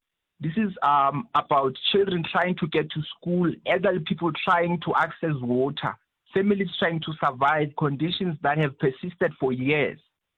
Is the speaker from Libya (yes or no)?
no; Mpumalanga, South Africa; I come from Zenzele